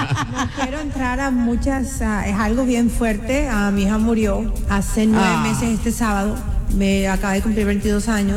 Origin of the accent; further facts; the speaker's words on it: Barranquilla, Atlántico, Colombia; now in Los Angeles, United States; Soy barranquillera, pero yo creo que mi sangre es como más cartagenera. Amo Cartagena.